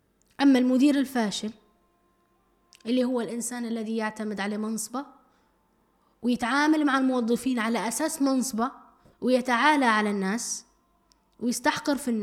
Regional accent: Libya; احنا كليبيين وناس بيتية وأهل ومتربيين تربية سليمة وتربية صحية

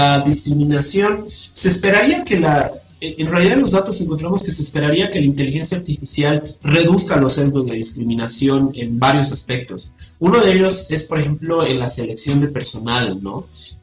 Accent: Bolivia

